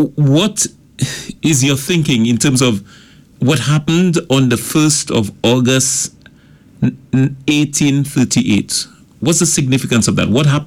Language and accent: English; Gros Islet, St. Lucia; I'm from Grosile, the heart of Grosile, not outside Grosile, the heart of Grosile. And everybody I knew in Grosile had land. Every family I knew in Grosile had, it's true.